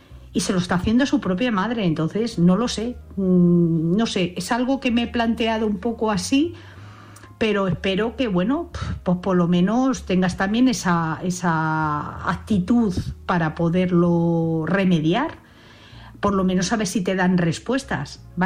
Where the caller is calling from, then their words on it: Madrid, Community of Madrid, Spain; de Madrid.